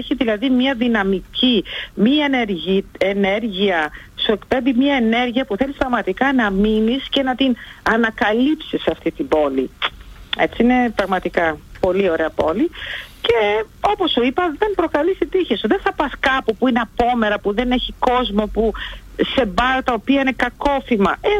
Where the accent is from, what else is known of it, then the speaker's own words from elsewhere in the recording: Greece; επειδή είμαι Ελληνίδα